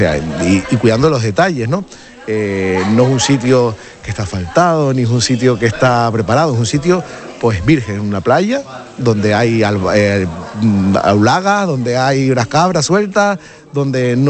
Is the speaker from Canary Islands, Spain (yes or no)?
yes; Güímar, Canary Islands, Spain; nos identifica como canarios, nos identifica como guimareros